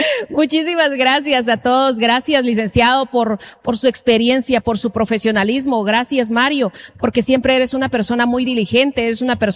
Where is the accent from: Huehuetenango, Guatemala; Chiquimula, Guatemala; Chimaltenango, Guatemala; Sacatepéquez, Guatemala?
Huehuetenango, Guatemala; de lo que nosotros somos como guatemaltecos, de lo que nosotros somos como huehuetecos